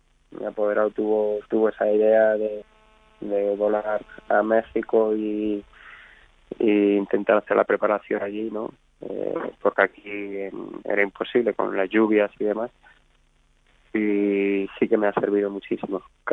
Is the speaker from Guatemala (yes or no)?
no; Valladolid, Castile and León, Spain